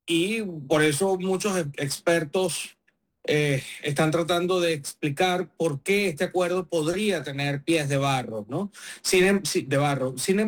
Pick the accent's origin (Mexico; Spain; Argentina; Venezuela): Venezuela; now in Washington, United States; como decimos coloquialmente en Venezuela